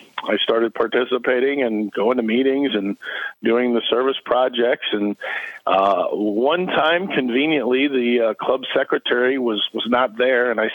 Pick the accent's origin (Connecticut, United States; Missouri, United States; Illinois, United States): Illinois, United States; Mascoutah; So Mascoutah is my hometown. I moved all the way to Shiloh, 10 miles away, when I got married and graduated from college.